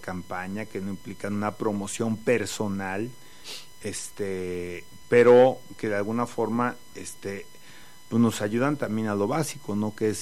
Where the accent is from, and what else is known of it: Querétaro, Mexico; born or raised there